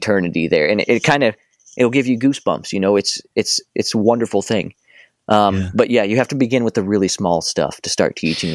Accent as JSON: {"language": "English", "country": "United States", "tie": "born or raised there", "moved": "yes", "said": "growing up in the States"}